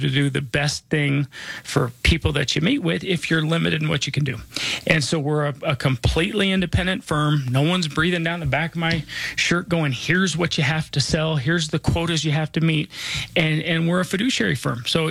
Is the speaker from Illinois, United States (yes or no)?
no; Denver, Colorado, United States; I was born and raised here in Denver.